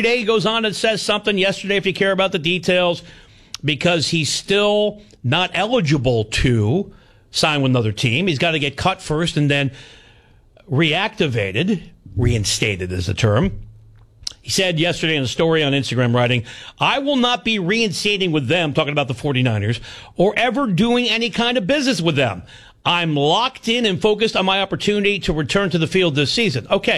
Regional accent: New York tri-state area, United States; my mom and I watched the telethon every year on growing up in the New York Tri-State area on Channel 9

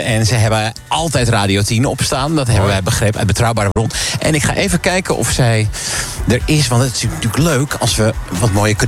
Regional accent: Emmeloord, Flevoland, Netherlands; born there; in mijn geboorteplaats Emmeloord

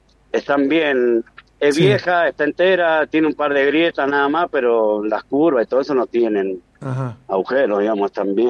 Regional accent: Mendoza, Argentina; Yo soy de Mendoza

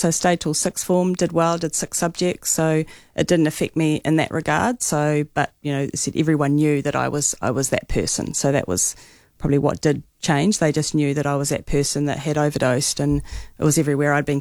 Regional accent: Browns Bay, Auckland, New Zealand; So I moved down to Browns Bay. So I grew up in Browns Bay. So finished my schooling there.

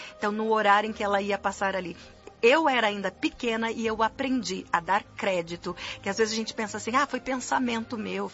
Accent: Santo Antônio da Platina, Paraná, Brazil; lá da minha igrejinha, lá na minha cidade, em Santo Antônio da Platina, no Paraná

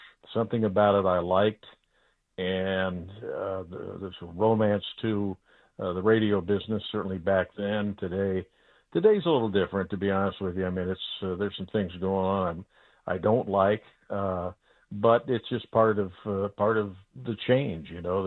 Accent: Indiana, United States; I grew up in Indiana, and you know, it's a state law. You have to like basketball.

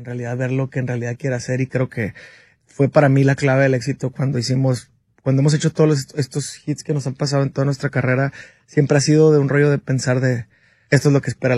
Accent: Sonora, Mexico; Yo las cosas es, soy de Sonora, estamos bien impuestos a la crítica, le llamamos carrilla

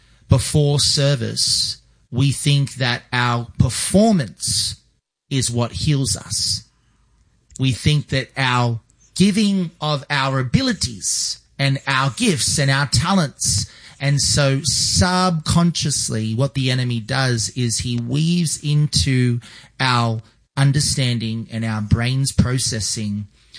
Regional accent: Australia; as an Australian

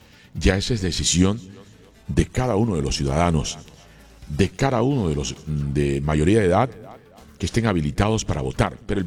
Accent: Colombia; deseosos como colombianos

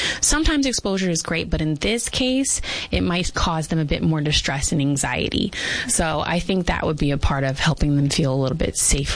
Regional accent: South Carolina, United States; born there; now in Yuma, United States; I was born in South Carolina.

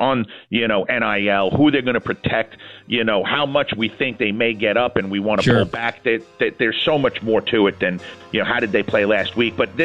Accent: New York, United States; as a New Yorker

